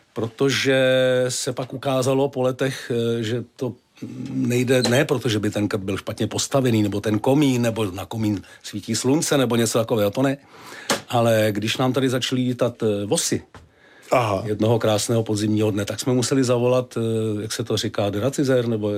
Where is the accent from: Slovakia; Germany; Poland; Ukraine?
Ukraine; now in Czechia; Že dávno, dávno, jak jsem chodili Ukrajinci hledat práci, hledat výdělek, tak se tady přímo v obci objevil příbuzný někoho, kdo už tady byl.